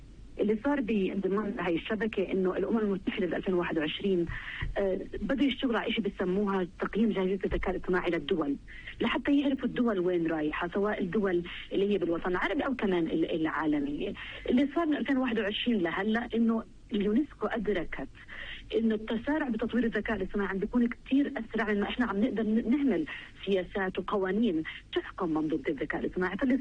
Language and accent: Arabic; Palestine